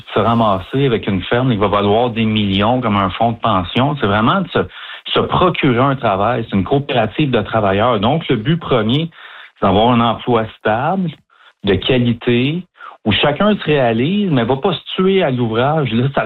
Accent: Saint-Élie-de-Caxton, Quebec, Canada; Puis les fermiers de famille, ceux que je suis allé rencontrer, ce sont mes fermiers de famille. Moi, je viens de Saint-Élie de Caxton.

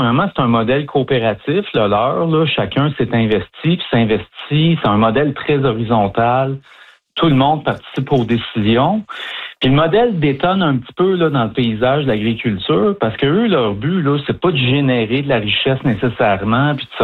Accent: Saint-Élie-de-Caxton, Quebec, Canada; Puis les fermiers de famille, ceux que je suis allé rencontrer, ce sont mes fermiers de famille. Moi, je viens de Saint-Élie de Caxton.

